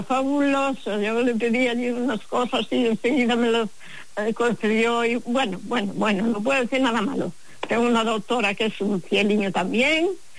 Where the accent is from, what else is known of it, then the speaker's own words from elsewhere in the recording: Pontevedra, Galicia, Spain; Hola, buenos días. Soy de aquí de Pontevedra, sí. Junto Pasadón.